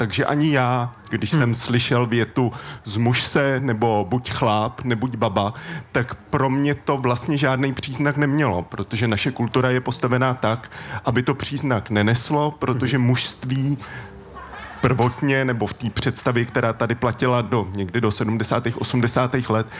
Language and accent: Czech; Stříbro, Plzeň Region, Czechia; Já vyrůstal jsem ve Střívře na Tachovsku